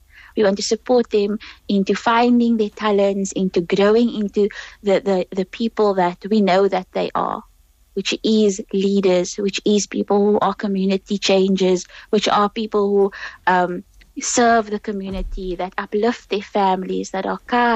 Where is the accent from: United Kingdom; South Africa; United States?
South Africa; like growing up in South Africa